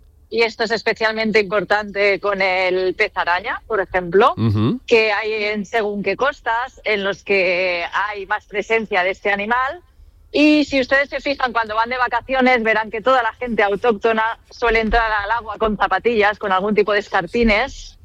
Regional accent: Catalonia, Spain; que soy de cerca de Barcelona

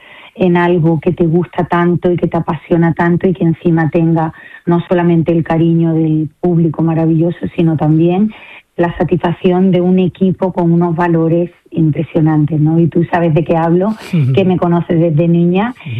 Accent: Andalusia, Spain; Y ha sido súper mágico porque los tres somos andaluces y los tres es que nos emocionábamos

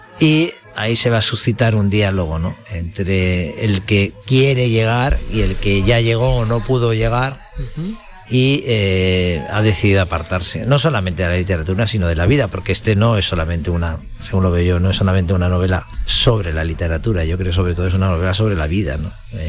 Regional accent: La Palma del Condado, Andalusia, Spain

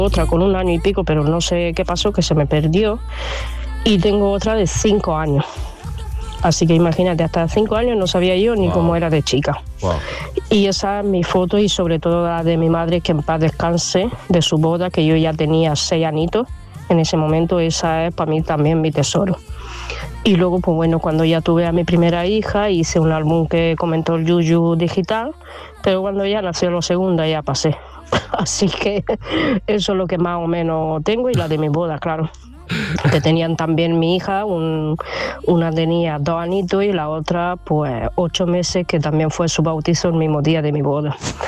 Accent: Romania; yo tengo ya 41 años y soy de Rumanía, entonces ahí en esa época no había muchas cámaras de fotos

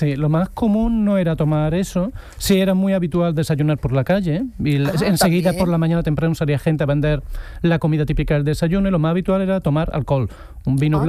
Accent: Córdoba, Andalusia, Spain; En mi tierra, en Córdoba

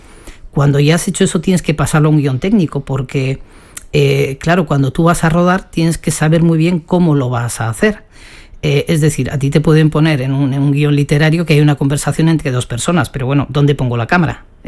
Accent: Alsasua, Navarre, Spain; un pueblecito donde yo vivía, de pequeño, en Alsasua

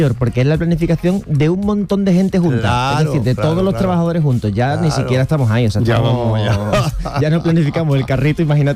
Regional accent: Cádiz, Andalusia, Spain; born there; yo nací en Cádiz

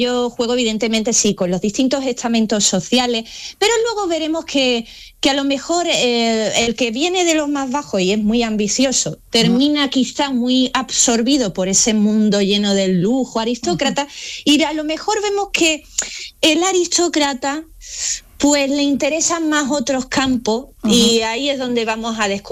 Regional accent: Málaga, Andalusia, Spain; Entonces, esto había, como malagueña, me sentía en el deber de contarlo.

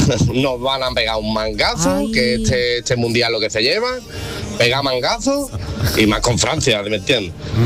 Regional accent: Málaga, Andalusia, Spain; Buenos días … de Málaga.

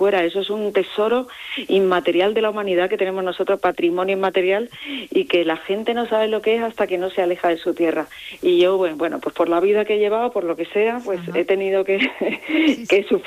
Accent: Cádiz, Andalusia, Spain; now in Madrid, Spain; yo soy de Cádiz, de un sitio que está al

